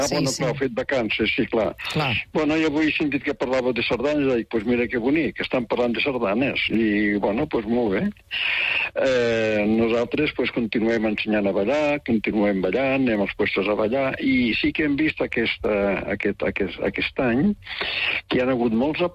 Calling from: Reus, Catalonia, Spain

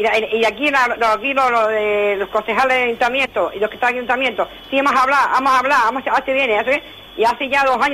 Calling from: Ingenio, Canary Islands, Spain; Vale, yo soy aquí de Ingenio.

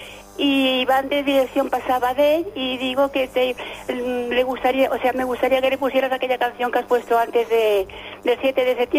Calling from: Badalona, Catalonia, Spain; de Badalona

